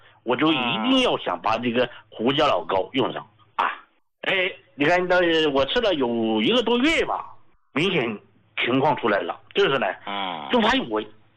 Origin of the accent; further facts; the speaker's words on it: Sichuan, China; accent: Sichuanese; 用我们四川话讲呢，那睡得踏实了。